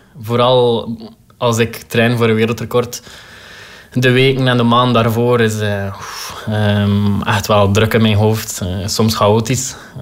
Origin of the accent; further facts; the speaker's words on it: Ostend, West Flanders, Belgium; born there; now in Bredene, Belgium; Ja, ik ben geboren in Oostende.